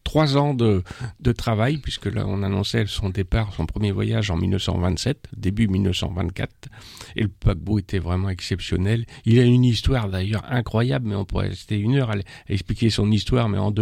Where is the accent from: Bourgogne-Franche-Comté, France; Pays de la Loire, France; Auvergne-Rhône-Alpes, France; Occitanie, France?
Pays de la Loire, France; Saint-Nazaire; born there; Moi, je suis né à Saint-Nazaire. Mes grands-parents donc, sont arrivés en 1924, partant de Gênes, mais ils n'étaient pas génois.